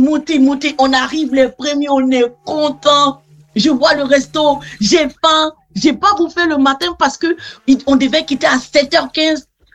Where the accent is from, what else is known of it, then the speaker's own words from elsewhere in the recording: Côte d’Ivoire; vous venez d'où? Après, on dit de la Côte d'Ivoire